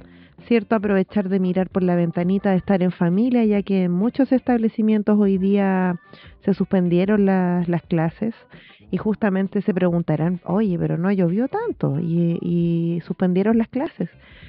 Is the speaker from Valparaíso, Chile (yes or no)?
no; Elqui Valley, Coquimbo, Chile; soy del Valle de Elqui